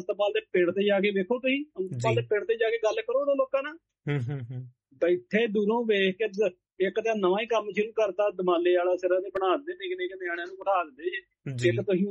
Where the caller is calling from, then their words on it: Anandpur Sahib, Punjab, India; ਇੱਥੇ ਸਾਡੇ ਏਰੀਏ ਆਨੰਦਪੁਰ ਸਾਹਿਬ